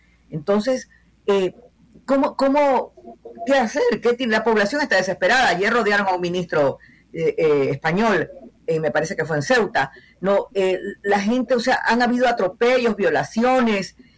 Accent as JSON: {"language": "Spanish", "country": "Ecuador", "said": "yo me siento sinceramente como ecuatoriana amenazada"}